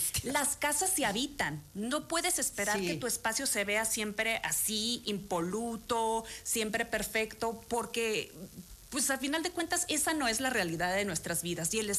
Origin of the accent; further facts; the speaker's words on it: Sonora, Mexico; Está norteña, a final de cuentas norteña, soy de Sonora.